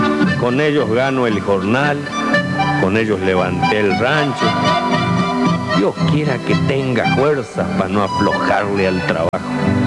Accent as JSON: {"language": "Spanish", "region": "Corrientes", "country": "Argentina", "said": "soy correntino"}